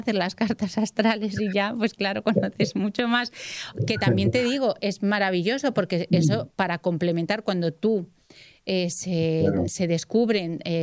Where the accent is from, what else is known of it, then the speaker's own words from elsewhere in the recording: Spain; Como españoles, que no sepamos.